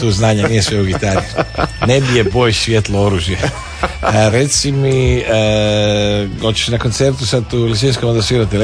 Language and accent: Croatian; Croatia; on je bio par puta tu kod nas u Hrvatskoj gostovao.